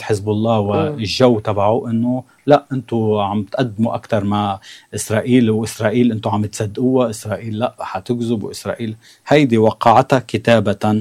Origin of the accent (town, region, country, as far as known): Lebanon